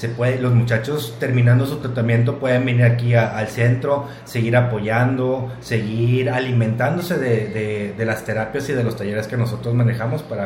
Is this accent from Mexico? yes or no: yes; Monterrey, Nuevo León, Mexico; moved away as an adult; now in Múzquiz, Mexico; Yo soy de Monterrey, Nuevo León.